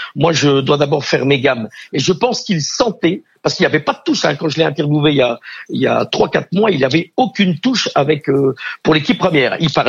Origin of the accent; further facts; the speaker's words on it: Belgium; quand je suis pas belge, je suis français